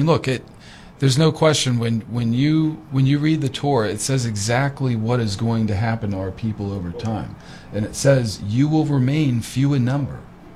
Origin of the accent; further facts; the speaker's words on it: United States; this is me speaking as an American